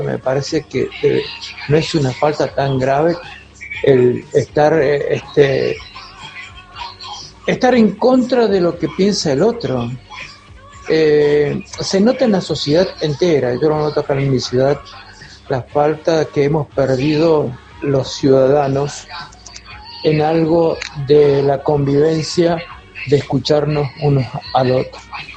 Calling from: Mercedes, Argentina; vivo en Mercedes.

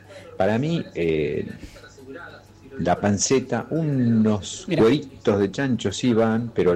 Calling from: Cipolletti, Río Negro, Argentina; Soy acá de Cipolletti

